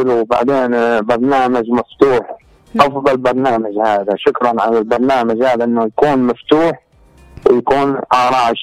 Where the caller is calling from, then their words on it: Hadramaut, Yemen; من حضرموت.